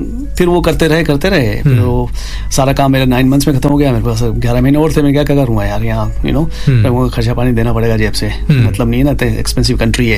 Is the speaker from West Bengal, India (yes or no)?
no; Rajasthan, India; देखो मैं तो राजस्थान से हूँ मारवाड़ी खून है